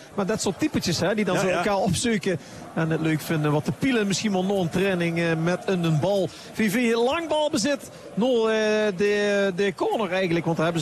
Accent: Antwerp, Flanders, Belgium; Ik kom van Antwerpen, dus ik ben heel gespannen.

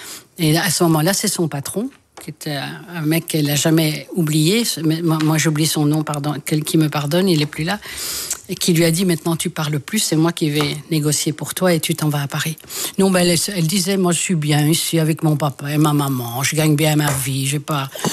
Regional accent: Brussels, Brussels-Capital Region, Belgium; moi je suis bruxelloise de naissance, je suis marolienne.

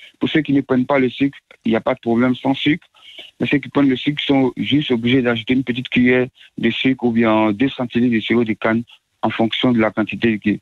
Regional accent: Côte d’Ivoire; Chez nous, en Côte d'Ivoire, on appelle le bissap.

